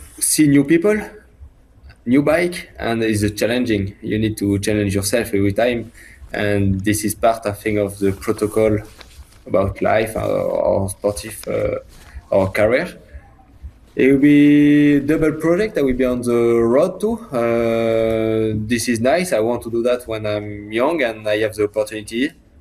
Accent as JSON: {"language": "English", "country": "France", "second_language": "English", "said": "I'm from Europe, from France. And to see this culture is nice."}